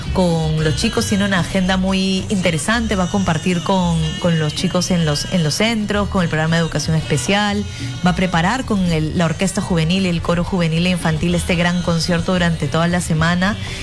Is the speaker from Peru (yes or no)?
yes; Peru; como peruana, como peruano